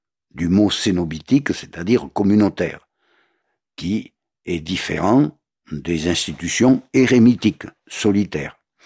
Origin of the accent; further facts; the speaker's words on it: Brittany, France; et même chez nous, en Bretagne.